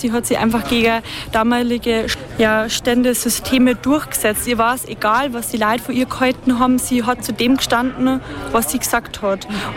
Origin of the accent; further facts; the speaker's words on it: Bavaria, Germany; accent: Bavarian; Also meine Mundart ist ja bayerisch.